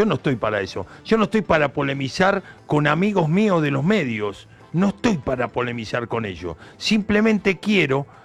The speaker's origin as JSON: {"language": "Spanish", "country": "Argentina", "moved": "yes", "lives_now": "Colombia", "said": "¿Qué hicimos de mal los argentinos?"}